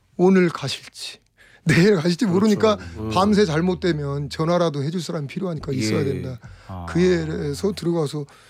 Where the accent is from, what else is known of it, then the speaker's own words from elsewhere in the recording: Chungcheong, South Korea; 그래서 제가 충청도 놈이요. 그래서 그 충청도 소리 한번 있어보려고 그래요.